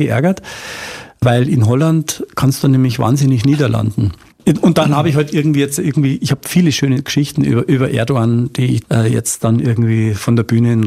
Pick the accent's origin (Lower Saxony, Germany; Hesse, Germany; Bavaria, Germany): Bavaria, Germany; Munich; da, wo ich herkomme, Münchner Hasenbergl, also der Norden des Münchens, das war sehr FC Bayern gebrandet